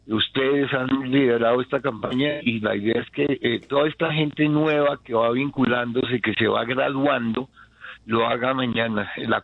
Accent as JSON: {"language": "Spanish", "country": "Colombia", "said": "somos todos colombianos y queremos apoyar a nuestra gente."}